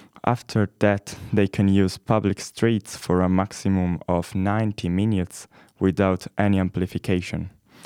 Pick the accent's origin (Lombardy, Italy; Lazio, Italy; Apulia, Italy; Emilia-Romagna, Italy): Emilia-Romagna, Italy; Reggio Emilia; moved away as an adult; now in Leipzig, Germany; my hometown, Reggio Emilia.